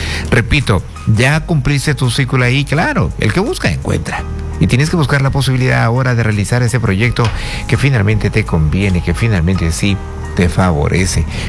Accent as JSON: {"language": "Spanish", "region": "Tumbes", "country": "Peru", "moved": "yes", "said": "Saludos, Tumbes, mi tierra, el norte del Perú."}